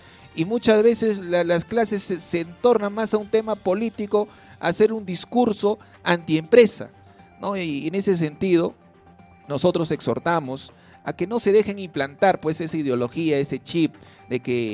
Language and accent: Spanish; Peru; me da mucha alegría como peruano